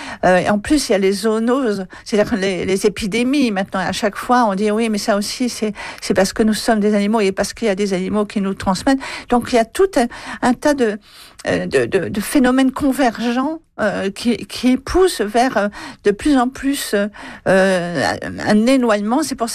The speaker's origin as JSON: {"language": "French", "country": "France", "said": "chez nous en France"}